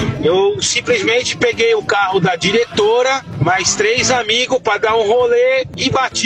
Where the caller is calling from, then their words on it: São Paulo, Brazil; aqui da Vila Ré, motorista de aplicativo.